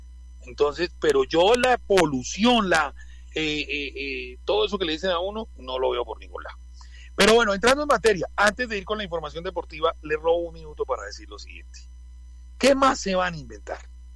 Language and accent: Spanish; Colombia; yo soy un colombiano como cualquiera y soy un ciudadano como cualquiera